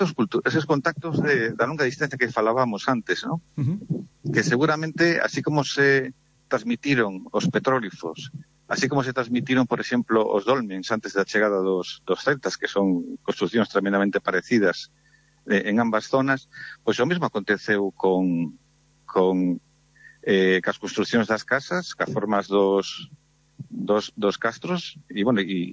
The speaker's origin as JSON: {"language": "Galician", "region": "Galicia", "country": "Spain", "said": "Temos que decir que, os galegos non somos celtas."}